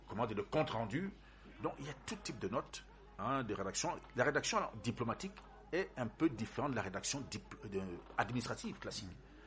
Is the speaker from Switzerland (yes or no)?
no; Paris, Île-de-France, France; born there; Comme je suis né en France